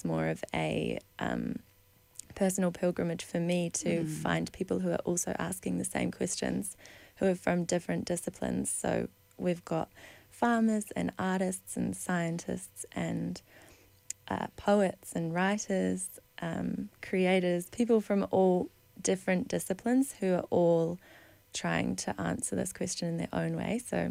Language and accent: English; New Zealand; also born or lived in Melbourne, Australia; now in Margaret River, Australia; I'm from Aotearoa, New Zealand, and have been in Margaret River for the last, I think, 7 or 8 months. And I moved from Melbourne before then